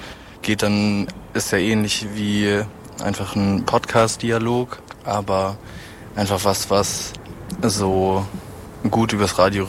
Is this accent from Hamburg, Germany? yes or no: yes; Hamburg, Germany; ich komme aus Hamburg, bin 21 Jahre alt